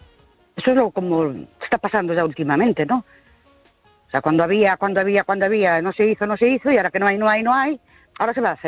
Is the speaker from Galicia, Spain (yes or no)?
yes; Ourense, Galicia, Spain; Buenas noches … de Ourense.